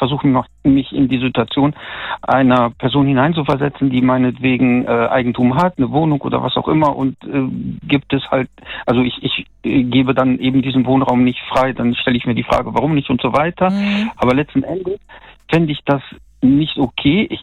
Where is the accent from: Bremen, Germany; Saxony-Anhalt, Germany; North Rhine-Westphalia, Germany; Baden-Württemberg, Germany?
North Rhine-Westphalia, Germany; Wenn ich mir die Historie anschaue, beispielsweise, ich komme ja aus NRW